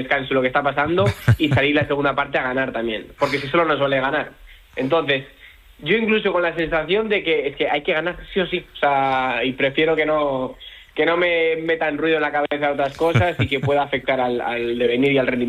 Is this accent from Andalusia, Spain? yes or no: no; Bilbao, Basque Country, Spain; yo pues soy de Bilbao y estoy muy cerca